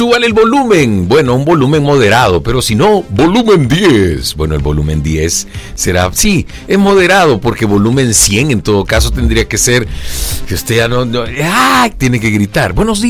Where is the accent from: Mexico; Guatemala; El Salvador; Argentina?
El Salvador; En algunos casos he caído, como algunos salvadoreños, por problemas, no de subir la grada